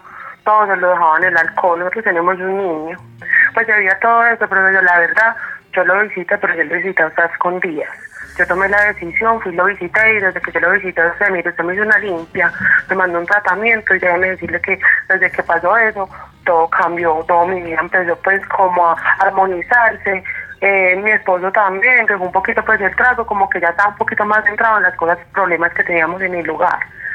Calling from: Medellín, Antioquia, Colombia; Desde Medellín

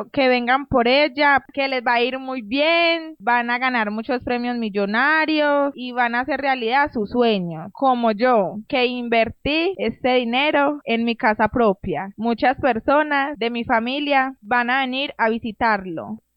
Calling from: Supía, Caldas, Colombia; Vivo en Supía.

